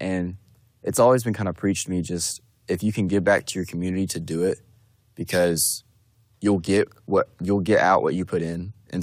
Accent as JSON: {"language": "English", "town": "Stilwell", "region": "Oklahoma", "country": "United States", "moved": "as an adult", "lives_now": "Tahlequah, United States", "said": "I'm originally from Stillwell, Oklahoma."}